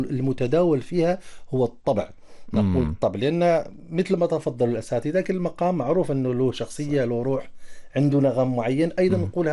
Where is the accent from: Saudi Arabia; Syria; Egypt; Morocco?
Morocco